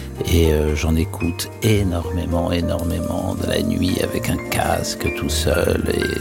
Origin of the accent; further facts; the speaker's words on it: Morocco; born there; Alors moi, je suis né au Maroc, comme vous l'avez souligné tout à l'heure.